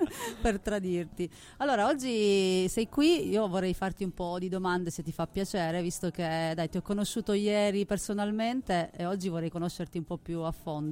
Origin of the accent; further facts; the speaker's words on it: San Marzano di San Giuseppe, Apulia, Italy; Io sono di San Marzano.